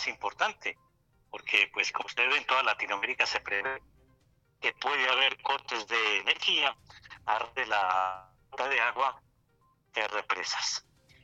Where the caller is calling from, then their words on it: Medellín, Antioquia, Colombia; Saludos, acá de Medellín.